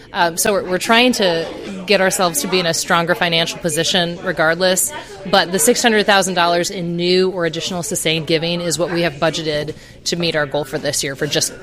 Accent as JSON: {"language": "English", "region": "Illinois", "country": "United States", "tie": "born or raised there", "said": "It makes me so proud of Central Illinois. It makes me so proud of my hometown."}